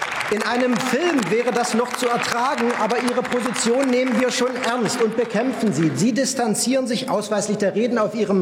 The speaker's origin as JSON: {"language": "German", "region": "Thuringia", "country": "Germany", "tie": "born or raised there", "said": "mitten durch meine Heimat, das Eichsfeld."}